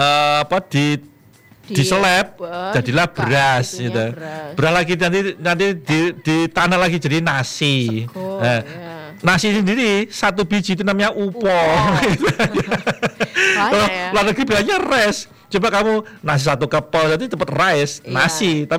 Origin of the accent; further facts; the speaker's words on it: Madiun, East Java, Indonesia; kita orang Jawa, orang Madiun